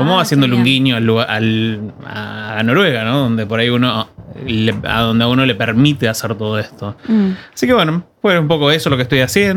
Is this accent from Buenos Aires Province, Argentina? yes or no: no; Tierra del Fuego, Argentina; also born or lived in Tucumán / Rosario; Soy tucumano, me crié en Tierra del Fuego, y después, bueno, en la universidad, donde conocí a mi esposa y demás, en Rosario.